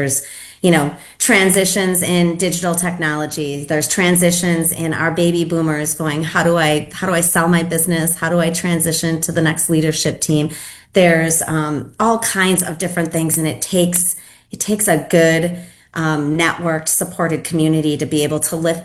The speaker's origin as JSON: {"language": "English", "town": "De Pere", "region": "Wisconsin", "country": "United States", "tie": "born or raised there", "said": "And that's where I grew up. I grew up in De Pere"}